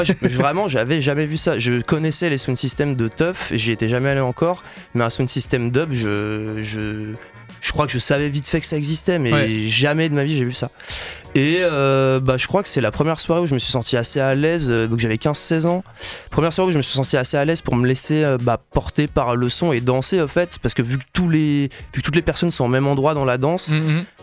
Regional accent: Bourg-en-Bresse, Auvergne-Rhône-Alpes, France; moved away as an adult; now in Villeurbanne, France; je viens de Bourg-en-Bresse, j'ai fait mes armes là-bas on va dire. Et là ça fait un an et demi que j'habite à Villeurbanne.

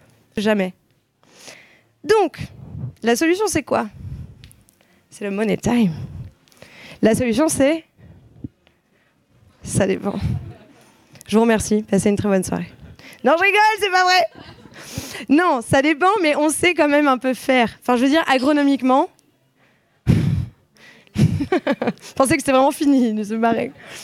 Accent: Réunion; born there; J'avoue, je suis née à la Réunion

